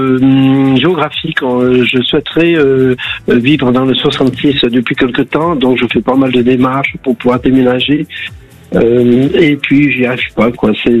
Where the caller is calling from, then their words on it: Béziers, Occitanie, France; Du 34, Béziers.